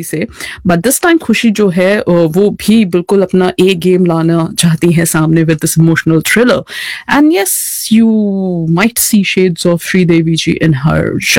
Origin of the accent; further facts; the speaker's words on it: Varanasi, Uttar Pradesh, India; And she is like बनारसिया। यदि मैं बनारस से हूँ, एंड जब जब ये गाना सुनती हूँ